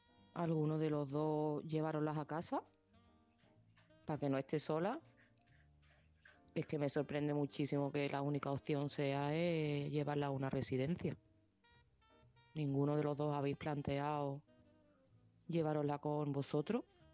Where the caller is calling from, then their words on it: Seville, Andalusia, Spain; de Sevilla y este mensaje va para Marco.